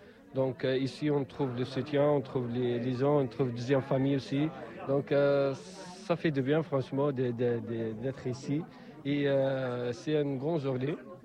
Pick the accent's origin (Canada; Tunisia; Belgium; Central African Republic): Tunisia; French is a second language; moved away as an adult; je suis d'origine tunisienne, j'habite à Casa, ça fait trois ans.